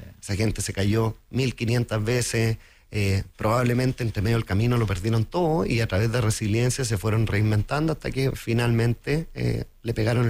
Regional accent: Concepción, Biobío, Chile; moved away; Yo soy oriundo de Concepción, mi familia está radicada en Concepción

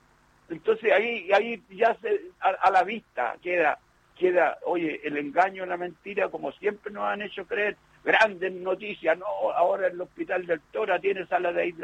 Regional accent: Chile

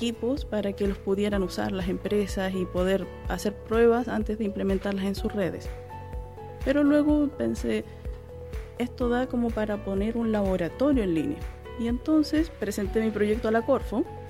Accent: Santiago, Santiago Metropolitan Region, Chile; now in Viña del Mar, Chile; Yo, oriunda de Santiago, me vine a vivir a Viña del Mar por calidad de vida.

